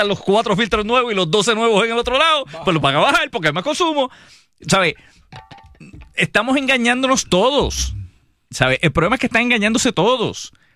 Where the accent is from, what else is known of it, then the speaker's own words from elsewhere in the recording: Yauco, Puerto Rico; Y traen a este señor González, de mi pueblo de Yauco, según me dicen, yo no lo conozco a él